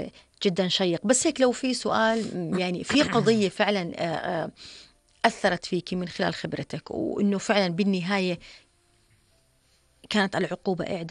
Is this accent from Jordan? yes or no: yes; Jordan